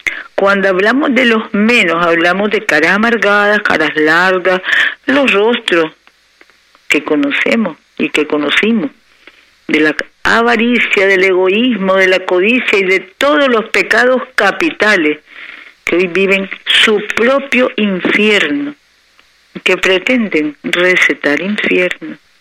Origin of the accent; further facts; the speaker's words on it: Nicaragua; nuestro gran amor por Nicaragua